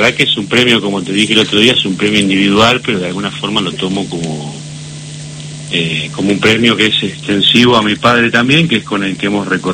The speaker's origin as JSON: {"language": "Spanish", "region": "La Pampa", "country": "Argentina"}